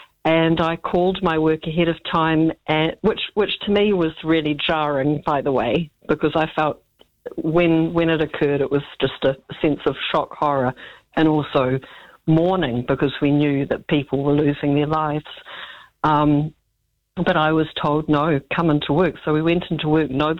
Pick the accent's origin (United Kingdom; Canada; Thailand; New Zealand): New Zealand; now in United States; I'm a New Zealander, but my first job out of school was managing a gallery in New Canaan, Connecticut